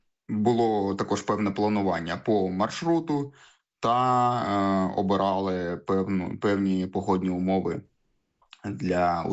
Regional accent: Luhansk, Luhansk Oblast, Ukraine; moved away as an adult; Не те, що я з Луганської області, я особисто з міста Луганськ.

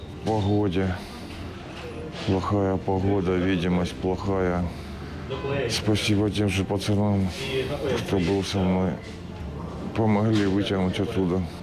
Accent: Chasiv Yar, Donetsk Oblast, Ukraine; Родом з Часов'яра, на війні вже 4 роки. Працював на заводі

